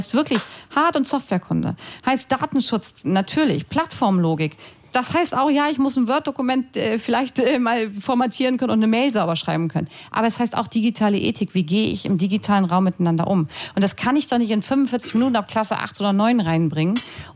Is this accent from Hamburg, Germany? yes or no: no; Lower Saxony, Germany; früher hieß es bei uns in Niedersachsen Orientierungsstufe, gab es das hier auch sowas, ne?